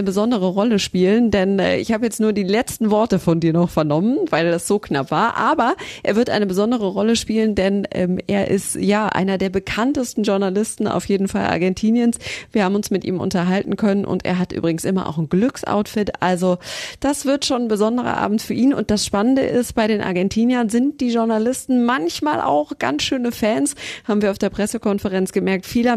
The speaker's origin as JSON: {"language": "German", "country": "Germany", "said": "Habe ich gesagt, aus Deutschland"}